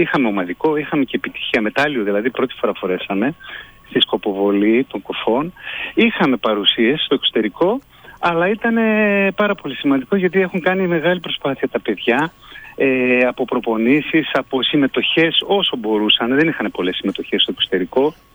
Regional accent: Thessaloniki, Central Macedonia, Greece; Εγώ είμαι από Θεσσαλονίκη. Η καταγωγή του πατέρα μου είναι από Σέρες.

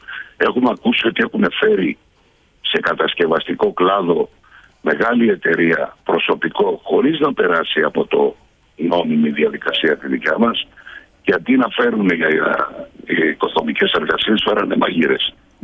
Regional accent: Greece; εμείς σαν Έλληνες

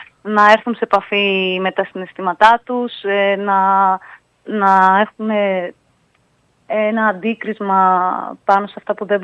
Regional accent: Thessaloniki, Central Macedonia, Greece; Γεννήθηκα και μεγάλωσα στη Θεσσαλονίκη.

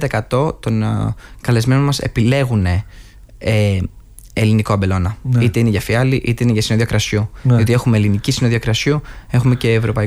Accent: Greece; Ένας Έλληνας, οι περισσότεροι κυρίως Έλληνες, είμαστε πολύ φιλικοί, πολύ φιλότιμοι.

